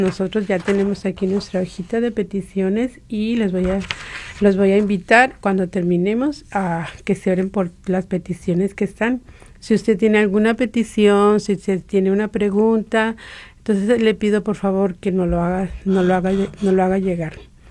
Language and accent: Spanish; Mexico; Es septiembre, el mes patrio para nosotros los que somos mexicanos